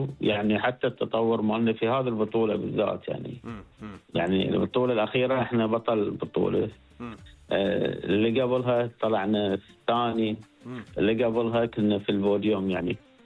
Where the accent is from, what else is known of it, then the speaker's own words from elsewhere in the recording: Bahrain; عندنا في البحرين